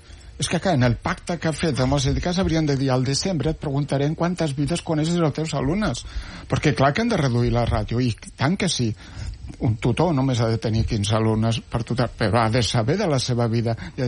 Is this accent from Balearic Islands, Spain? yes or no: no; Catalonia, Spain; sóc un adolescent del Baix Llobregat de 79 anys.